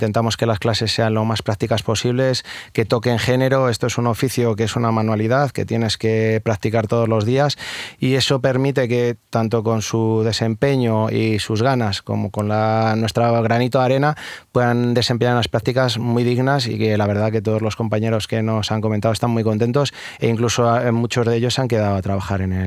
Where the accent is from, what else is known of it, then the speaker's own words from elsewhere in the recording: Palencia, Castile and León, Spain; Yo soy de Palencia, pues gente de Palencia puede venir en tren, en autobús sin problema